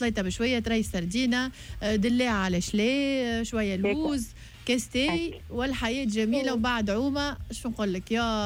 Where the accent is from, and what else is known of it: Tunisia